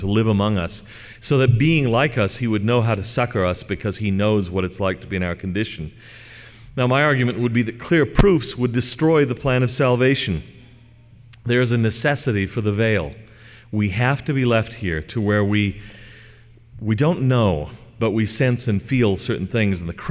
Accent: California, United States; growing up in California.

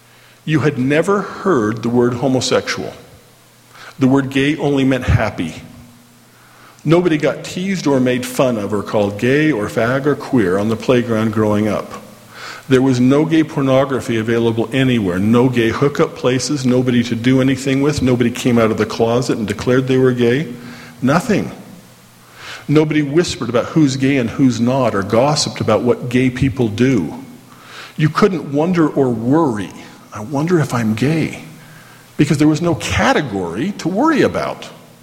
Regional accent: Orem, Utah, United States; I grew up here in Orm, so I knew it was just a little bit south of there

